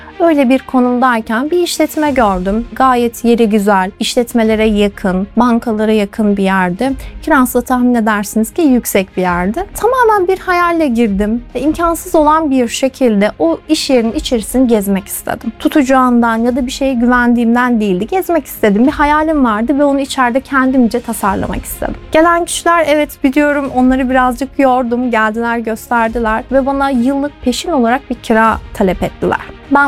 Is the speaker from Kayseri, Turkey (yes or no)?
yes; Kayseri, Turkey; born there; 1997 doğumluyum, Kayseri doğumluyum.